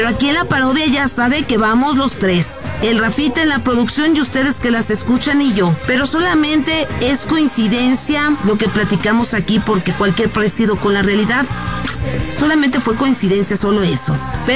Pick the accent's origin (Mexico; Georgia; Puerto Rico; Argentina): Mexico; Pero ya sabe cómo somos los mexicanos, escuchamos ley antimemes y pensamos, se acabó la libertad de hacer memes del gobierno.